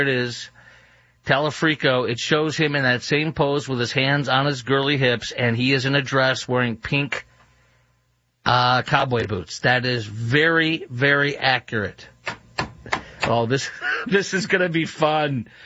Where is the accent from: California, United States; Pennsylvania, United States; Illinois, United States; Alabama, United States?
Illinois, United States; Chicago; Last time I did was when I was growing up in Chicago and the Bulls were on fire in fuego.